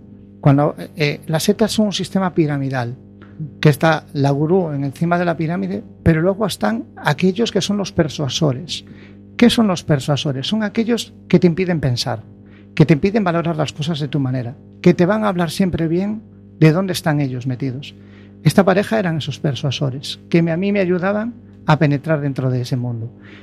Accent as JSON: {"language": "Spanish", "town": "Baiona", "region": "Galicia", "country": "Spain", "accent": "Galician", "moved": "as an adult", "said": "soy de Bayona."}